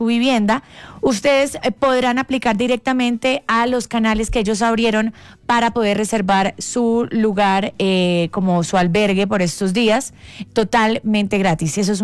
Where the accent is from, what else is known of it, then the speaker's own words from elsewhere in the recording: Colombia; como colombianos que somos